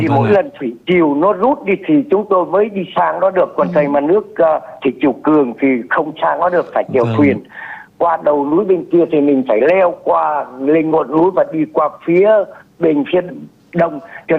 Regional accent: Nghi Son, Thanh Hoa, Vietnam; sinh năm 1967, và tôi là nguyên gốc, chính gốc là sinh ra và lớn lên ở Nghi Sơn nơi Bãi Đông này đấy ạ.

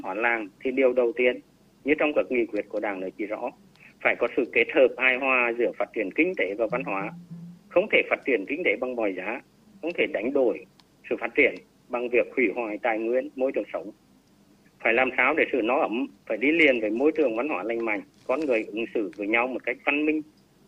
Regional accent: Hà Tĩnh, Vietnam; Ở xã quê tôi, một xã nông thôn mới của tỉnh Hà Tĩnh, đình làng vẫn được tồn tại là nơi sinh hoạt văn hóa tâm linh, thờ tự của dân làng.

